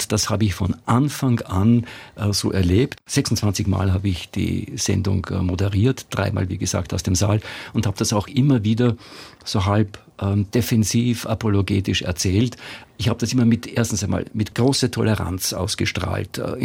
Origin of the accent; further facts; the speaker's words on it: Austria; Das kann man mitsingen, auch als Österreicher.